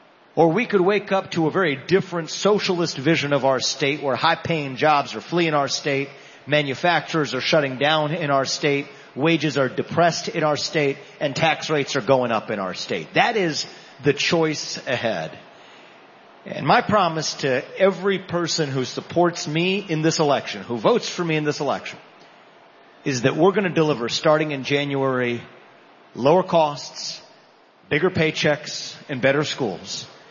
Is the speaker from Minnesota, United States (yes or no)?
no; Cincinnati, Ohio, United States; My hometown of Cincinnati was a machine tools hub, known around the world as the Queen City.